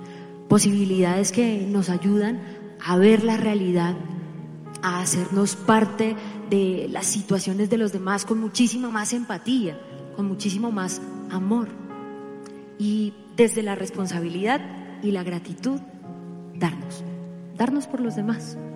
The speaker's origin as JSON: {"language": "Spanish", "country": "Colombia", "said": "aquí hay una colombiana que los quiere muchísimo."}